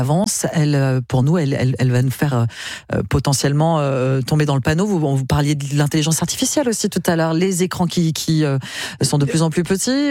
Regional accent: Provence-Alpes-Côte d'Azur, France; Moi, je suis originaire du Var

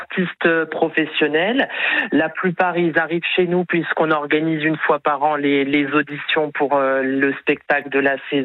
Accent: Trivy, Bourgogne-Franche-Comté, France; moved away as an adult; mes parents étaient installés depuis 30 ans avec leur restaurant à Trivi. Une affaire de famille, puisque c'est la même famille depuis 7 générations. Donc, j'avais envie de revenir là où j'ai grandi

